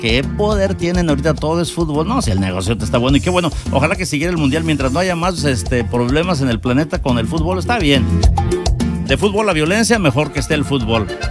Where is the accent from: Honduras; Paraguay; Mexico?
Mexico; Morelia, Michoacán; A mis paisanos de mi ciudad natal, Morelia, Michoacán